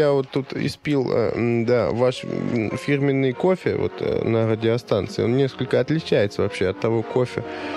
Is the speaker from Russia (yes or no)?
yes; Russia; born there; я же родился в этой стране